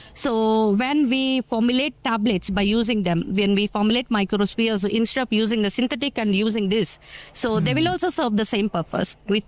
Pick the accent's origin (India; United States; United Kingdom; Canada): India; moved away as an adult; now in Kenya; I'm from India, basically.